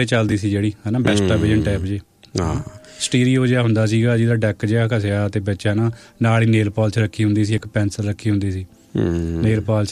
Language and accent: Punjabi; Narangwal, Punjab, India; born or raised there